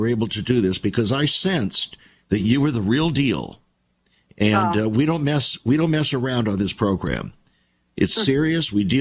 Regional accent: California, United States; I came from Southern California, and in that area, huge Armenian community

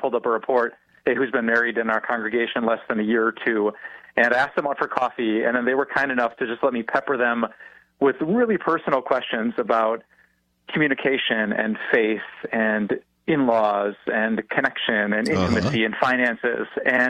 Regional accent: Green Bay, Wisconsin, United States; So I grew up in Green Bay, Wisconsin

